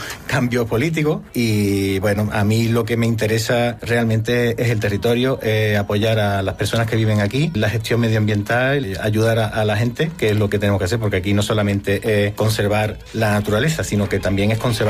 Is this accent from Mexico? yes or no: no; Seville, Andalusia, Spain; moved away; also born or lived in Huelva / Córdoba; nací en Sevilla